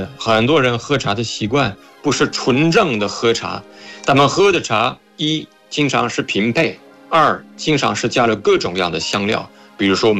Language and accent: Chinese; France; 我作为一个法国人，我也并不能说法国人对茶有什么要求什么需求我完全都了解